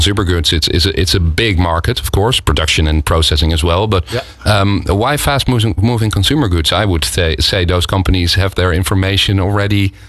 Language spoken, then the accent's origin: English; Rotterdam, South Holland, Netherlands; I'm from Rotterdam as well, a city about doing stuff instead of talking about it.